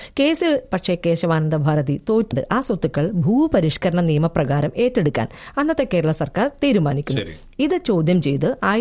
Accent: Kasaragod district, Kerala, India; എന്റെ നാട്ടിൽ കാസർഗോഡ് ജില്ലയിലെ എടനീർ മഠം

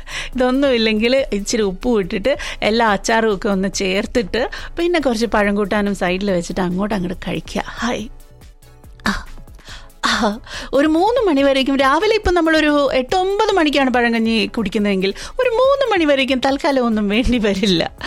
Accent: Thiruvananthapuram, Kerala, India; moved away; ഞങ്ങൾ തിരുവനന്തപുരത്തുകാരി പഴിഞ്ഞി എന്നാണ് പറയുന്നത് കേട്ടോ.

